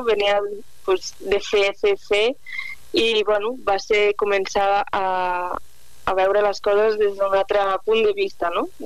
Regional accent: Barcelona, Catalonia, Spain; moved away as an adult; now in Oliana, Spain; jo soc de Barcelona de tota la vida, vaig néixer allà i, bueno, semblarà una mica tòpic, no?, però bàsicament vaig arribar a Oliana, a l'Alt Urgell, per amor.

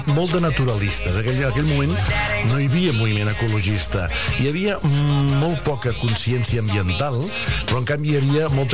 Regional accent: Figueres, Catalonia, Spain; Vaig conèixer els Aiguamolls quan tenia 14 anys, soc de Figueres

